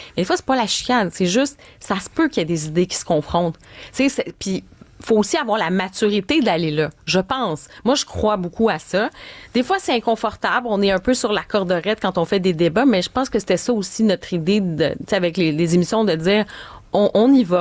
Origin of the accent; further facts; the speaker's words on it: Quebec, Canada; je suis québécoise, puis j'ai le Québec qui est tatoué, puis j'appartiens à cette société. Mais le fait d'avoir un pied en Europe, un pied ici au Québec